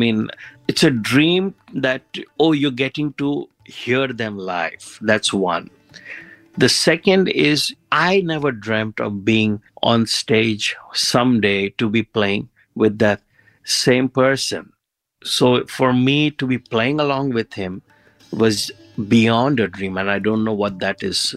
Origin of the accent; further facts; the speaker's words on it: India; a kid growing up in India